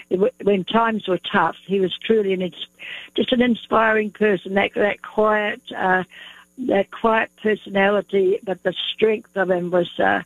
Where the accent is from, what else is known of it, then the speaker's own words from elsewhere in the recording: New Zealand; now in United States; That's right. And Bill was an American helicopter pilot, and we met on our farm in New Zealand.